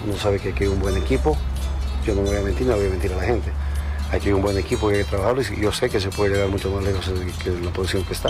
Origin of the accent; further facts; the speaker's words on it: Cochabamba, Bolivia; moved away; mis padres que viven acá, mi familia, están cerca de mi tierra, Cochabamba